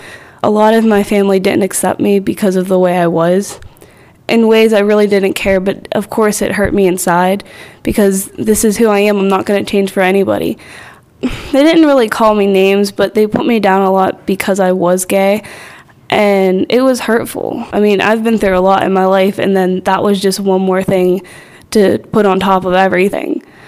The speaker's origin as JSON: {"language": "English", "town": "Manassas", "country": "United States", "said": "I'm 16. I'm from Manassas, PA."}